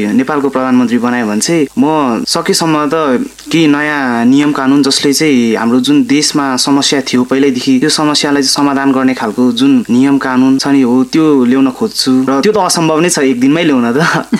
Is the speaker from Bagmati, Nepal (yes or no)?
yes; Bagmati, Nepal; born there; now in Kapan, Nepal; वास्तविकमा चाहिँ मेरो गाउँ चाहिँ रामेछाप।